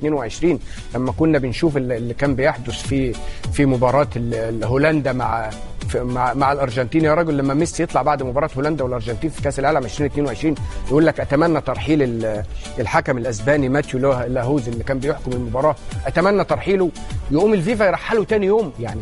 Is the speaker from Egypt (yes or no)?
yes; Egypt; لينا كمصريين